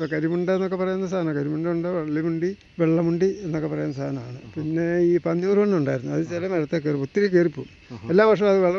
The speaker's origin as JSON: {"language": "Malayalam", "town": "Rajakkad", "region": "Kerala", "country": "India", "tie": "born or raised there", "said": "ഞാൻ രാജാക്കാട് വന്ന് ഇവിടെ ജനിച്ചു വളർന്ന ആളാണ്."}